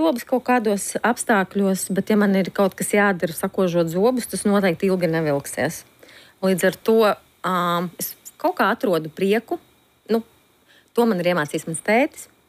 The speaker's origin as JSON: {"language": "Latvian", "town": "Jaunjelgava", "region": "Aizkraukle Municipality", "country": "Latvia", "tie": "born or raised there", "said": "Es uzaugu Jaunjelgavā. Un nē, tas nav pie Jelgavas."}